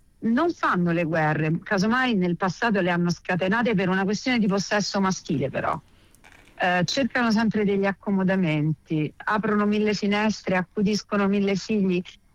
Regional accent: Rome, Lazio, Italy; io sono una randaggia, sono della Garbatella e sono veramente una ragazzina con gli artigli, ancora mi vedo così.

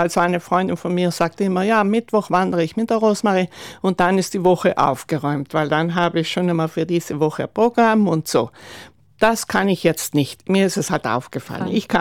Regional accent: Barbian, Trentino-Alto Adige, Italy; Also ich bin aus Barbian

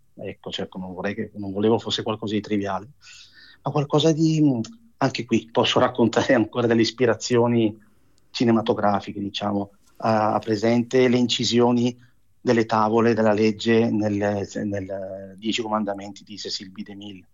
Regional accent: Bergamo, Lombardy, Italy; io sono di Bergamo e la Bassa Bergamasca è ricchissima di queste realtà.

